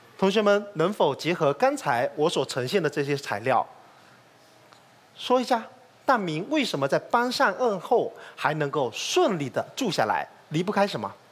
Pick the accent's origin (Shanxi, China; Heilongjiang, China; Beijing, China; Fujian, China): Fujian, China; Fuzhou; 我的家乡杨岐